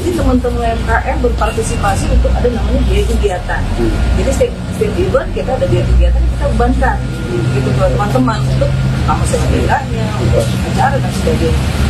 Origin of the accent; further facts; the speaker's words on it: Sorong, Southwest Papua, Indonesia; saya ini lahir di Sorong.